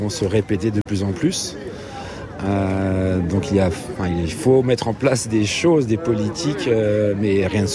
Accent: Brussels, Brussels-Capital Region, Belgium

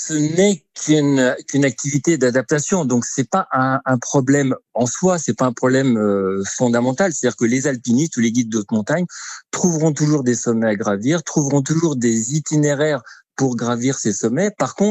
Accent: Auvergne-Rhône-Alpes, France; chez nous, en Oisans

